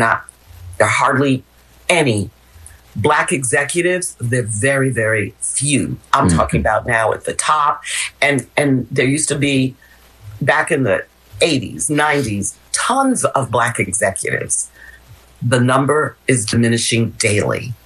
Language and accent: English; New York City, New York, United States; I grew up in West Harlem, and I distinctly remember that experience of hearing